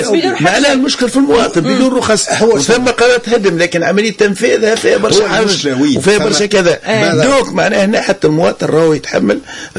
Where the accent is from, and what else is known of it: Tunisia